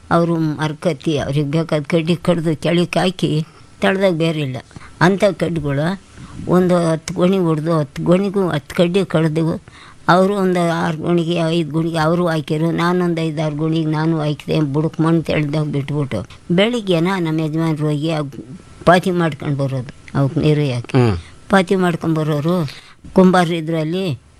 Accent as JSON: {"language": "Kannada", "town": "Gubbi", "region": "Karnataka", "country": "India", "tie": "born or raised there", "said": "ಗುಬ್ಬಿ ಹೊಸಳ್ಳಿ ತಾಲೂಕಿನಲ್ಲಿ ನಾವು ಹುಟ್ಟಿ ಬೆಳೆದಿದ್ದು."}